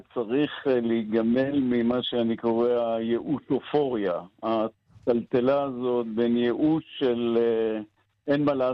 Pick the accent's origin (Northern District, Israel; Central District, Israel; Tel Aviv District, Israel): Northern District, Israel; Ein Gev; מאז שאני זוכר את עצמי כנער בקיבוץ עין גב, והסורים מעל הראש שלנו.